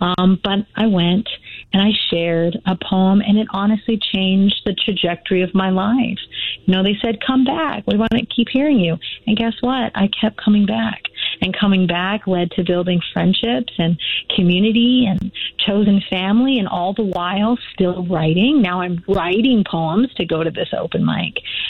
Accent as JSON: {"language": "English", "town": "Las Vegas", "region": "Nevada", "country": "United States", "tie": "born or raised there"}